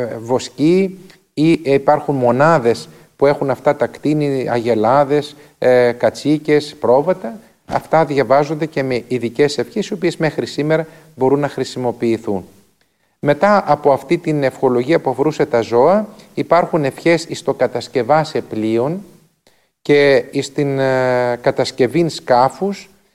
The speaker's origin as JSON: {"language": "Greek", "town": "Soufli", "region": "Eastern Macedonia and Thrace", "country": "Greece", "tie": "born or raised there", "said": "στην πατρίδα μου τη Θράκη και στον Εύρο, στο σουφλί"}